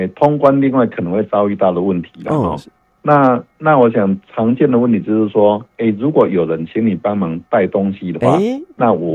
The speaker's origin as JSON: {"language": "Chinese", "country": "Taiwan", "said": "我们台湾人"}